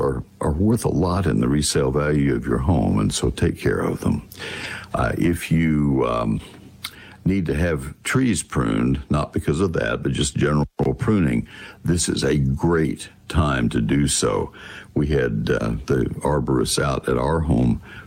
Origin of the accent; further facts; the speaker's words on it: Texas, United States; So just, Texans, I am a Texan. I get to say this about us.